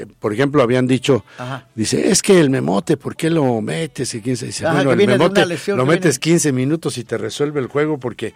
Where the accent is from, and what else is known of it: Tepeji del Río, Hidalgo, Mexico; born or raised there; moved away